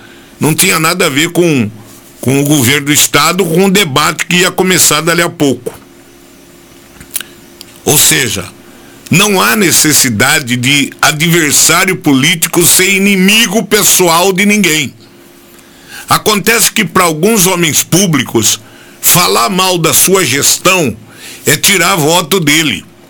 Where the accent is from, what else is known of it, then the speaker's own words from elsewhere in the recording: Capivari, São Paulo, Brazil; also born or lived in Rafard; Eu sou daqui. Eu não posso, eu sou de Capivari. Meus filhos nasceram lá. Entenderam? Eu tenho residência em Capivari. Eu tenho residência em Rafar.